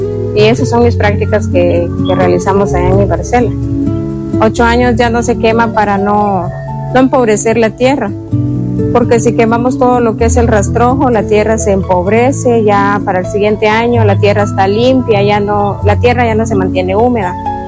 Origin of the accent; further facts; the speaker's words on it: Chiquimula, Guatemala; soy originaria de Muyurco.